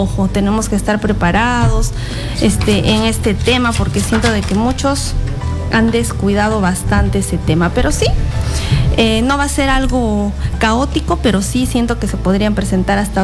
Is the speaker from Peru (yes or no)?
yes; Peru; todos somos peruanos.